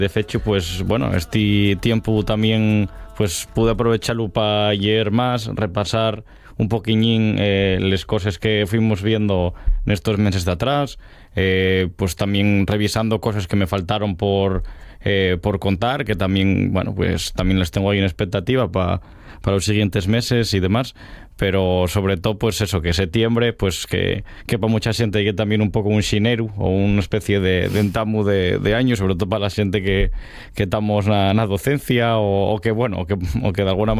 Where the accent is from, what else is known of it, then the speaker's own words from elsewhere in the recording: Asturias, Spain; Y creo que ahí, pues, como asturianos igual no somos conscientes del potencial que tenemos ahí.